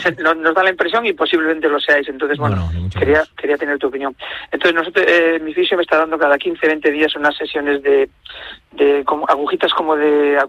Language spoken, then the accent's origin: Spanish; Ponferrada, Castile and León, Spain; Pero bueno, yo soy de Ponferrada, ¿eh?